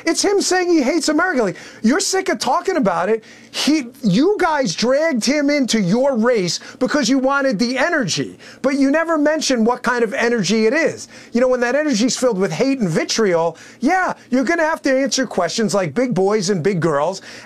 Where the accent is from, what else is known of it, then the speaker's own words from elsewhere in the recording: New York, United States; I'm from New York. Everything runs a size too small.